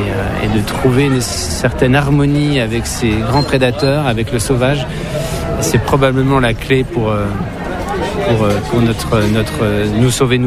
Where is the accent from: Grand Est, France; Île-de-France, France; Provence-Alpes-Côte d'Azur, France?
Grand Est, France; ça s'est passé dans nos forêts vosgiennes. et que j'ai jamais quitté finalement. Je vis toujours là où j'ai grandi quasiment.